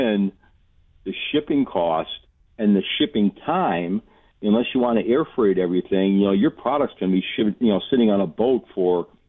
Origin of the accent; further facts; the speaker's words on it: Wisconsin, United States; moved away as an adult; also born or lived in Chicago, Illinois / Virginia; I was born in Chicago, but very quickly we moved to Wisconsin. I grew up in Wisconsin. I've lived and worked in Chicago for about 12, 13 years. I worked in Virginia for 4